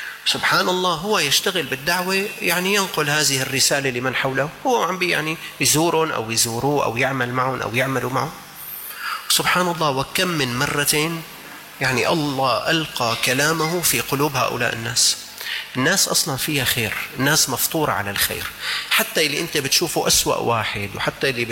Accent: Syria; عندنا في الشام هذا أمر متوفر

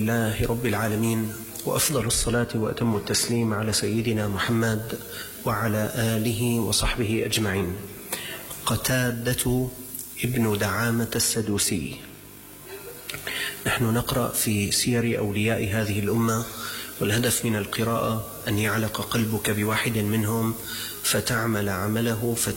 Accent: Syria; نحن معناته من يسكن في هذه البلدة

